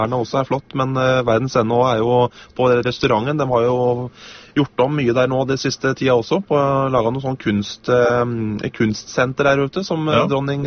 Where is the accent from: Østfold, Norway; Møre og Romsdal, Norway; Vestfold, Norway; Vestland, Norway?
Vestfold, Norway; Nøtterøy; moved away; Men så jo ferie I seg selv å komme ned til hjemstedet mitt, da, til Nøtterøy